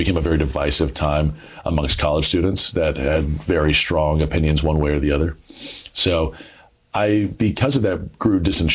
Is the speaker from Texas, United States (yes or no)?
no; Douglasville, Georgia, United States; born or raised there